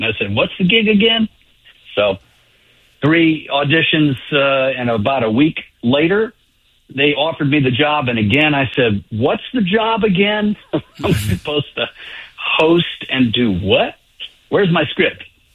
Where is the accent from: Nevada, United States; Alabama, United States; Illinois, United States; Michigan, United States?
Alabama, United States; Birmingham; accent: slight Southern drawl; also born or lived in California; now in St. Louis, United States; I come from Alabama, so wine to me is muscadine.